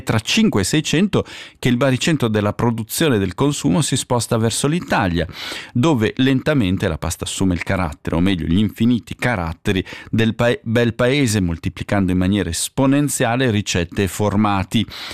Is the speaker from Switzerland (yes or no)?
yes; Ticino, Switzerland